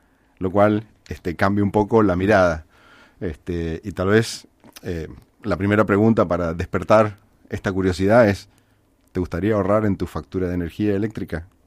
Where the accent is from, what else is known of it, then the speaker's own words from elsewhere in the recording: Mendoza, Argentina; nosotros como comunidad mendocina